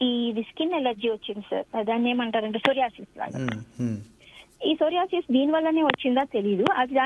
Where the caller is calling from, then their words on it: Hyderabad, Telangana, India; నేను హైదరాబాద్ నుంచి మాట్లాడుతున్నాను.